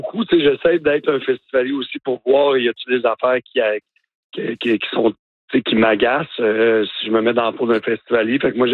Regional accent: Baie-Saint-Paul, Quebec, Canada; born or raised there

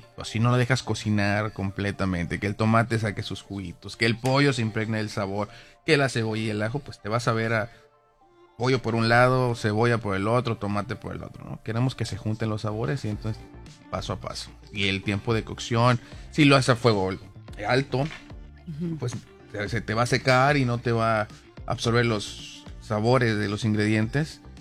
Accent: Mexico; Que quede claro, soy mexicano.

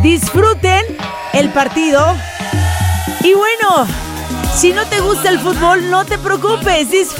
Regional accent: Sinaloa, Mexico; Y como buena sinaloense

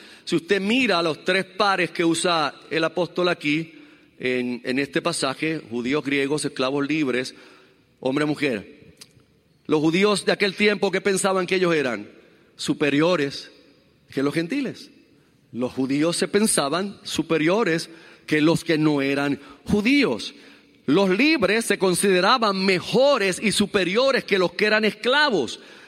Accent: Puerto Rico; nosotros seguimos siendo boricuas

